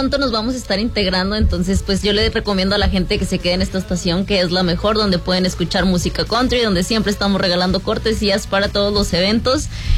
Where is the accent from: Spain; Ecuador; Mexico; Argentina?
Mexico; porque somos mexicanos